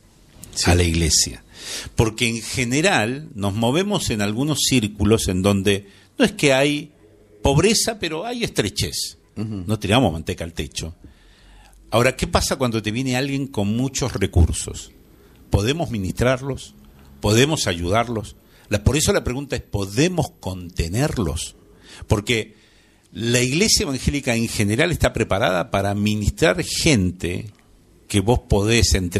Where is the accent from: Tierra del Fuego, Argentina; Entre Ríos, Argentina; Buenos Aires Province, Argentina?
Buenos Aires Province, Argentina; Yo de donde vengo, es decir, de Argentina, y de una iglesia en la provincia de Buenos Aires